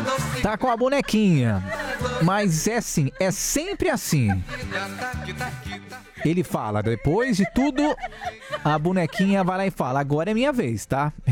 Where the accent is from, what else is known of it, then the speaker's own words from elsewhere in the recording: Rio de Janeiro, Brazil; Eu sou de Oswaldo Cruz. Alô, Oswaldo Cruz, bom dia.